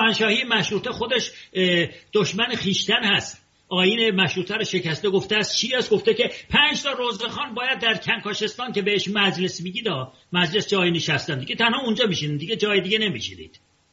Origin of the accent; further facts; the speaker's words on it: Tehran, Tehran Province, Iran; که من اردبیلی هستم، در تهران بزرگ شدم من اردبیلی هستم